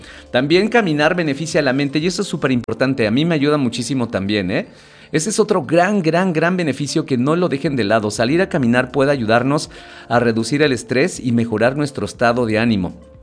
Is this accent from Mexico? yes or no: yes; Mexico; Nosotros, como buenos mexicanos, que nos encanta hacer sobremesa